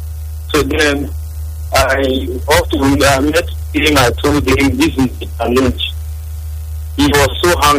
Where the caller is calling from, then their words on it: South Africa; Okay, I'm calling from South Africa.